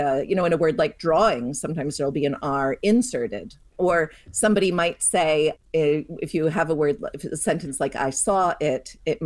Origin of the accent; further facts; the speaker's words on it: Pittsburgh, Pennsylvania, United States; So I grew up in Pittsburgh, but my parents were both from New York City, and all my extended relatives were from New York City.